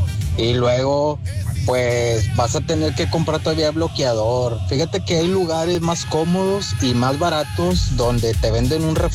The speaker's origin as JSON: {"language": "Spanish", "country": "Mexico", "said": "somos mexicanos"}